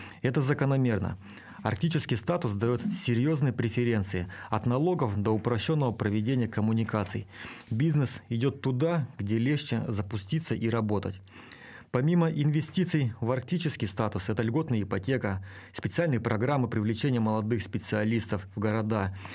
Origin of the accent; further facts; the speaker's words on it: Syktyvkar, Komi Republic, Russia; Я родился здесь, вырос здесь, в Сыктывкаре.